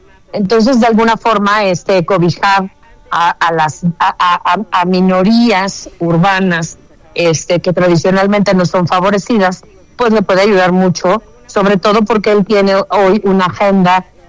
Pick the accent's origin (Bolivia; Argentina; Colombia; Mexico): Mexico